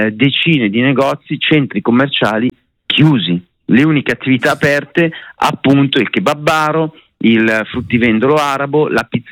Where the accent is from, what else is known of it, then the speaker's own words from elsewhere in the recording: Milan, Lombardy, Italy; accent: Milanese; Io, come sente dal mio accento, sono milanese, frequento Roma abitualmente